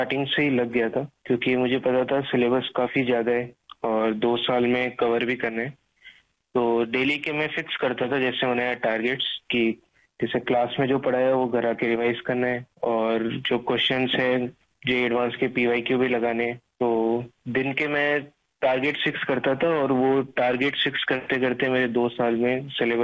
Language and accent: Hindi; Pipar City, Rajasthan, India; also born or lived in Kota; Pipar city Jodhpur का रहने वाला हूँ। मैंने अपनी तैयारी कोटा से की है, जहाँ मैं 10th क्लास में आया था।